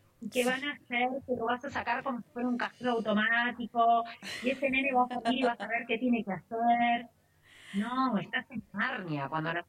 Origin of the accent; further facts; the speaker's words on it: La Plata, Buenos Aires Province, Argentina; Sí, yo soy de La Plata.